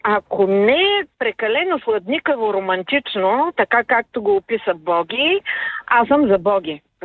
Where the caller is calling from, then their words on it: Burgas, Burgas Province, Bulgaria; от Бургас